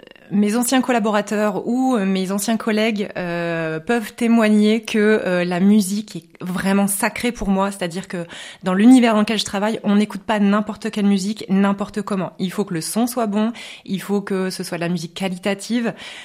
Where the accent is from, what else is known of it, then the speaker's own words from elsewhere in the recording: Bayeux, Normandy, France; also born or lived in Beijing; je suis née à Bayeux, je suis une vraie bajocasse.